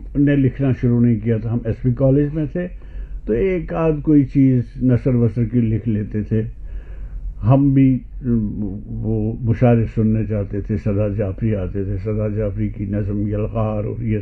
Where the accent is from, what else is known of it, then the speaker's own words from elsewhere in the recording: Jammu and Kashmir, India; first language Kashmiri; Urdu is a second language; کشمیری جو ہے وہ تو بیوی ہے میری.